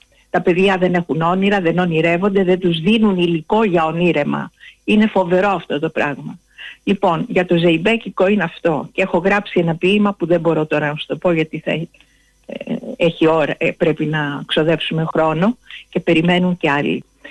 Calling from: Heraklion, Crete, Greece; από Ηράκλειο.

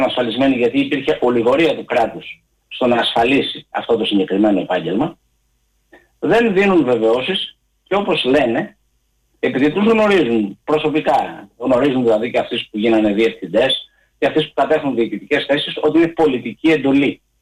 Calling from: Athens, Attica, Greece; από την Αθήνα.

